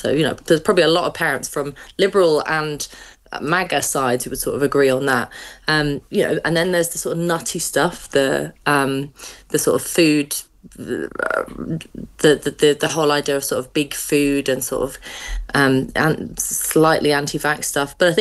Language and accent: English; London, United Kingdom; But it's becoming embarrassing being a Londoner now